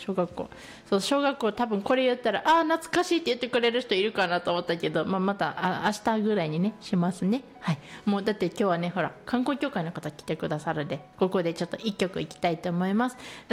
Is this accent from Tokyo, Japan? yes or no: no; Higashiomi, Shiga, Japan; 私は東近江市出身なんで、東近江市から行くんですけど